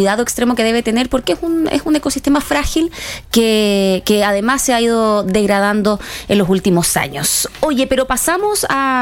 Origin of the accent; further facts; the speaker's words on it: Vallenar, Atacama, Chile; soy de Atacama, de Vallenar, entonces el desierto florido es algo muy familiar.